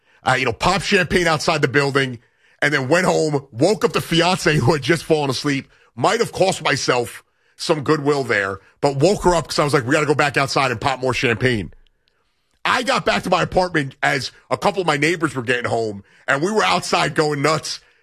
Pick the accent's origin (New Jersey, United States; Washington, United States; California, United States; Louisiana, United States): New Jersey, United States; also born or lived in Brooklyn, New York; not, you know, born and bred in New York, but being, you know, originally from Brooklyn and then growing up in Jersey